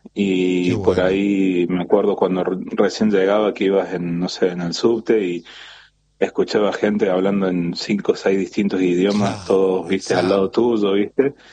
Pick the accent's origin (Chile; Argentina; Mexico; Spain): Argentina; moved away as an adult; now in Toronto, Canada; Somos muchos argentinos, muchísimos, más acá también en Toronto, en lo que es Ontario.